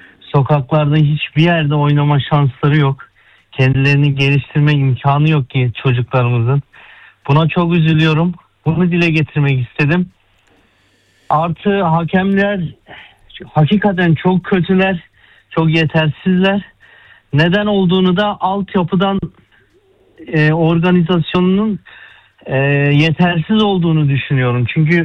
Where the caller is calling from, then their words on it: Basel, Basel-Stadt, Switzerland; İsviçre Basel'den katılıyorum